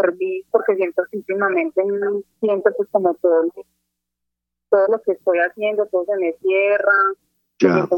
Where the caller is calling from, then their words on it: Jericó, Antioquia, Colombia; de Jericó.